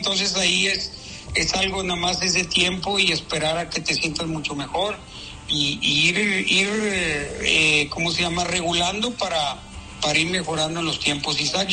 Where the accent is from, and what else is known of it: Mexico; now in Europe